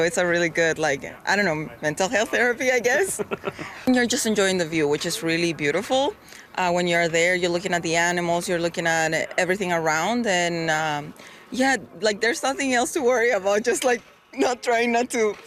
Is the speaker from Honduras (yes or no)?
yes; Honduras; now in Sudbury, California, United States; I am from Honduras, that's okay. In Central America, and yes, I came here to Sudbury somehow, and I really like it here so far.